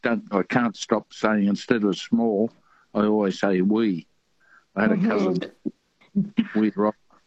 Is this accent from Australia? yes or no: yes; Sydney, New South Wales, Australia; also born or lived in New Zealand; I was born in New Zealand, and I came to Sydney when I was five. But I noticed the tyranny of time and distance changes the accents a bit. I grew up on working on the Sydney waterfront from Balmain, and we used a lot of rhyming slang.